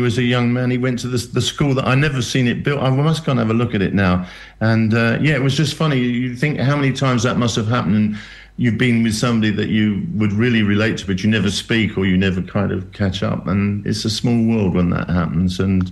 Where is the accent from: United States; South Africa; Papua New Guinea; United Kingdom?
United Kingdom; England; I'm an Englishman, and I've tried to find an Irish relative.